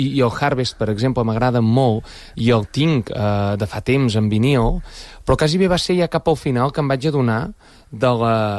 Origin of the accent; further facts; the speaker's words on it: Torre d'Oristà, Catalonia, Spain; De la Torre d'Oristà, sí.